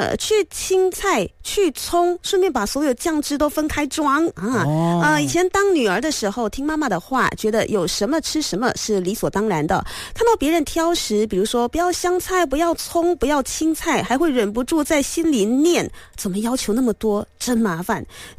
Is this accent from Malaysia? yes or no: yes; Malaysia; 我觉得身为马来西亚人，我们都比较随和嘛。但是在我中学毕业之后，就有一阵子是到新加坡去打工的